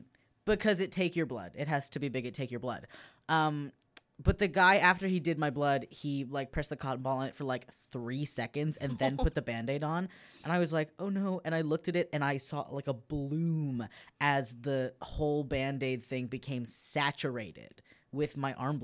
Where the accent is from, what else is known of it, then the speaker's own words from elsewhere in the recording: Canada; Because what else are you doing? I'm Canadian.